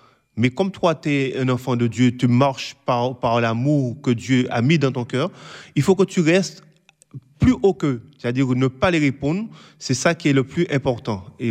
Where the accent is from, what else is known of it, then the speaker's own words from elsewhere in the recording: Guadeloupe; je suis de la Guadeloupe.